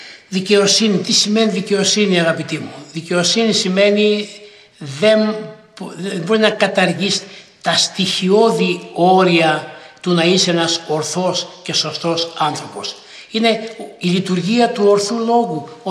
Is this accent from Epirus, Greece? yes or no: yes; Epirus, Greece; εγώ κατάγομαι από την Ήπειρο